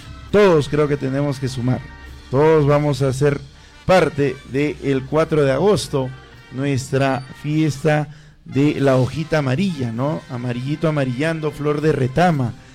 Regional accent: Coracora, Ayacucho, Peru; todos los coracoreños seamos, pues, los chamiseros 2026.

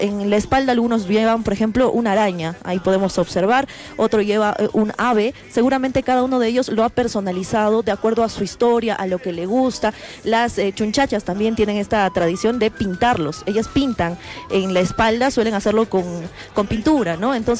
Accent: Cusco, Peru; yo soy cusqueña, allí hace frío

